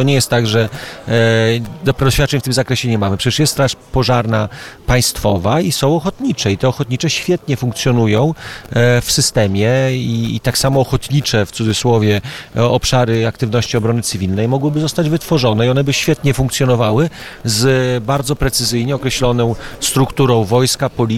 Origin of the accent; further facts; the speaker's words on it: Suwałki, Podlaskie Voivodeship, Poland; jestem z Suwałk